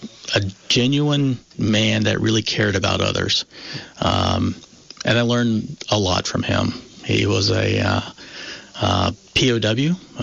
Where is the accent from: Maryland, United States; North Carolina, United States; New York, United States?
North Carolina, United States; I grew up in North Carolina.